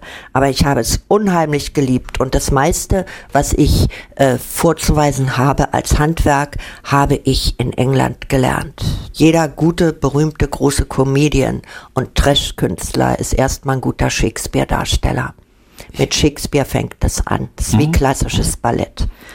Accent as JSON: {"language": "German", "region": "Berlin", "country": "Germany", "said": "und dann noch als Berlinerin."}